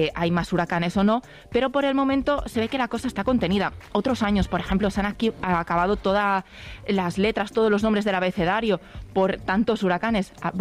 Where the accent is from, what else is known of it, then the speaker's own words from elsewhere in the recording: Lleida, Catalonia, Spain; En cambio, como yo soy de Lleida, allí con 40 grados a la sombra, es lo que, con lo que me he criado